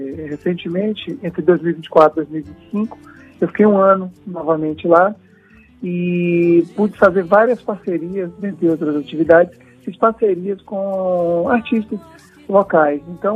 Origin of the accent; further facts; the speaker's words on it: Santo Antônio de Jesus, Bahia, Brazil; moved away as an adult; also born or lived in Salvador / São Paulo; now in Rio de Janeiro, Brazil; Eu sou da região do Recôncavo, nascido e criado. Eu mudei para Salvador quando estava para fazer 20 anos, né, para fazer a graduação, mas nunca perdi o laço, mesmo quando eu saí do estado, fui morar em São Paulo